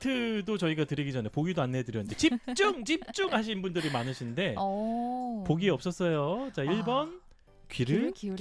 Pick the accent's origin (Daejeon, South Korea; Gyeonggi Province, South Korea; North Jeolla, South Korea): Daejeon, South Korea; 내 고향 대전.